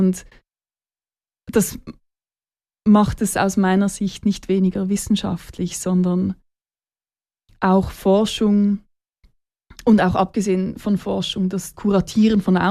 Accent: Switzerland; meine Position als Schweizerin

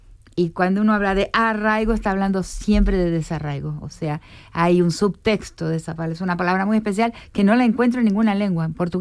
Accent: Argentina; moved away as an adult; una migrante toda mi vida. Fui una migrante desde los 23 años hasta los 58.

